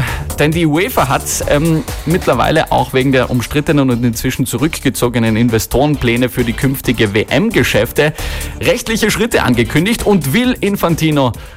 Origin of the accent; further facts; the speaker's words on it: Tyrol, Austria; Aber wir schauen da tatsächlich in Richtung Nachbar-Tirol. Mit dem starken Felix Gall nämlich sind wir Tiroler dort Präsenz.